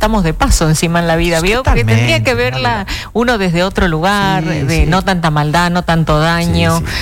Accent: Argentina; Éramos argentinos ahí, todos, literalmente.

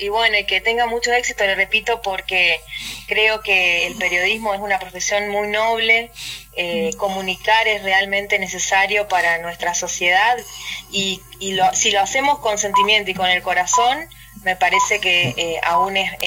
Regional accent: Santa Lucía, Corrientes, Argentina; Yo soy de Santa Lucía, una localidad muy cerca de Goya.

